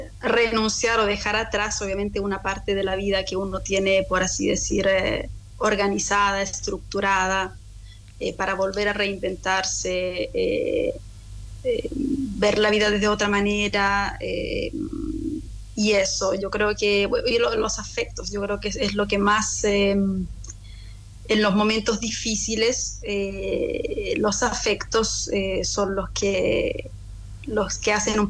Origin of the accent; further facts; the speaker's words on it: Coyhaique, Aysén, Chile; moved away as an adult; now in Rome, Italy; Yo nací en Coyhaique en 1988. Bueno, toda mi infancia y mi adolescencia, primeros años de la juventud, los pasé allá. Después comencé a ir a otras ciudades para estudiar